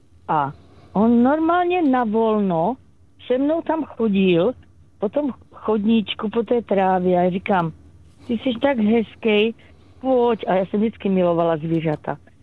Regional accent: Olomouc, Olomouc Region, Czechia; now in Radíkov, Czechia; já jsem z Olomouce jako rodačka.

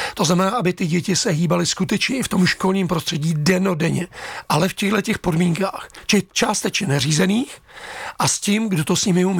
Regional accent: Příbram, Central Bohemian Region, Czechia; No samozřejmě, já jsem příbramák, jsem z Brd

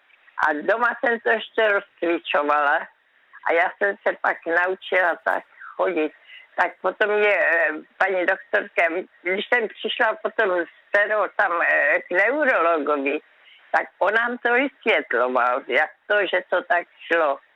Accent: Brno, South Moravian Region, Czechia; Víte, kde jsem vyrostla v Kamence? To je samý vrch, samý kopec v Brně.

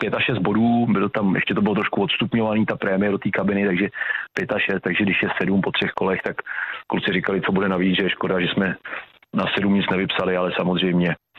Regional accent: Prague, Czechia; moved away; když jsem byl, řeknu, malý, tak jsem původem z Prahy

